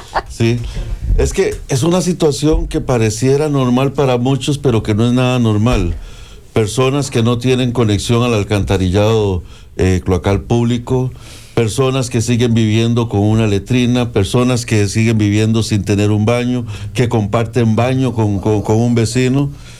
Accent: Costa Rica; Yo soy de Costa Rica.

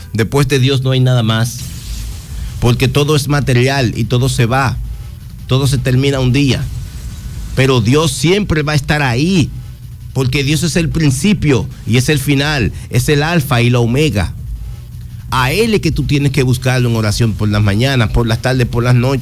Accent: San Cristóbal, Dominican Republic; Yo que amo mi pueblo San Cristóbal

